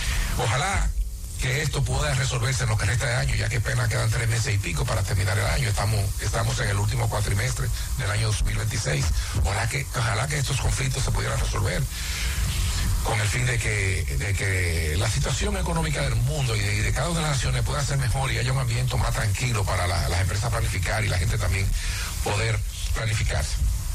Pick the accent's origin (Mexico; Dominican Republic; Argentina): Dominican Republic